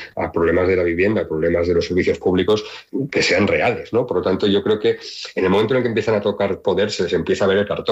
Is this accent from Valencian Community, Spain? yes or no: yes; Valencian Community, Spain; yo me acuerdo de la Dana, yo soy valenciano